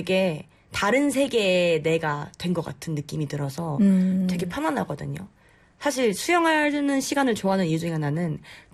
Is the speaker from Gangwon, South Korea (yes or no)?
no; Seoul, South Korea; 제가 또 서울 토박이로서